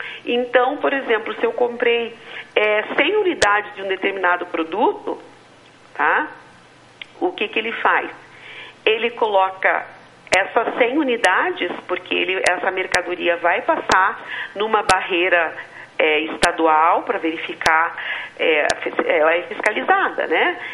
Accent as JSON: {"language": "Portuguese", "country": "Brazil"}